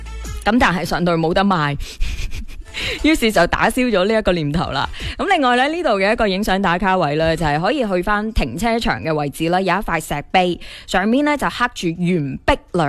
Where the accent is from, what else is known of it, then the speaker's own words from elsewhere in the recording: Guangdong, China; 我哋广东人最识食噶啦